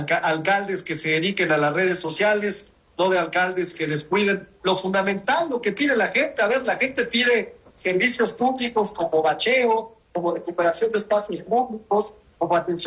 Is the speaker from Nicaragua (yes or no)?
no; Cuauhtémoc, Mexico City, Mexico; born there; Bueno, yo soy vecino de la Cuauhtémoc, nací aquí